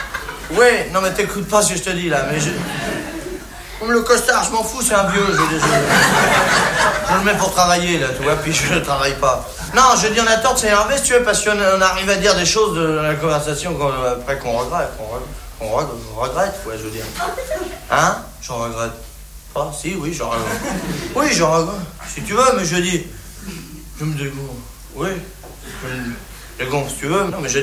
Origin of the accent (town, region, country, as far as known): France